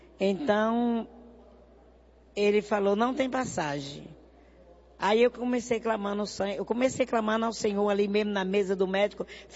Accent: São Paulo, Brazil; Eu vim daqui de São Paulo mesmo, lá do Campo Limpo.

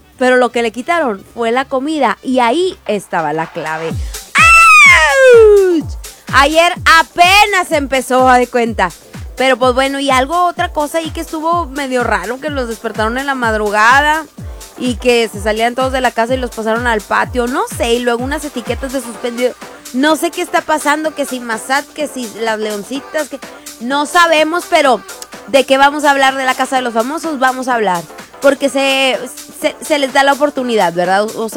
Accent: Mexico; Soy mexicana y no me sé la canción.

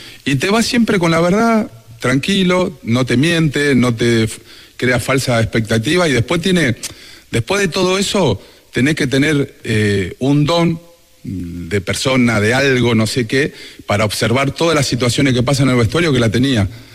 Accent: Argentina

